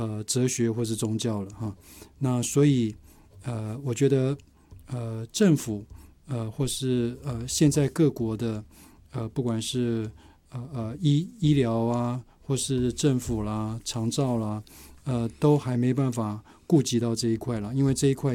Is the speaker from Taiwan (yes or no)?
yes; Taiwan; 我们的健保制度已经让我们台湾人享受了很好的一个身体的健康之外